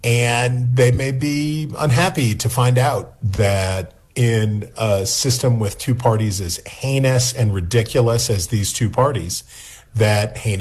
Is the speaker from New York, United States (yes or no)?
no; Wheeling, West Virginia, United States; accent: Ohio Valley; I'm from the real West Virginia. I'm from Wheeling.